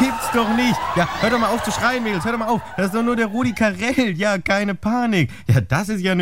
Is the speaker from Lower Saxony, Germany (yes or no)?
yes; Hanover, Lower Saxony, Germany; born there; In Hannover.